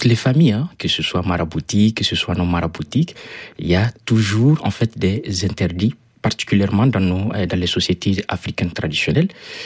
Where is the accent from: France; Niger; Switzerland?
Niger; Dosso; born there; also born or lived in Arlit, Niger / Maradi, Niger / Niamey, Niger; je suis Nigérien. Je suis né à Arlit.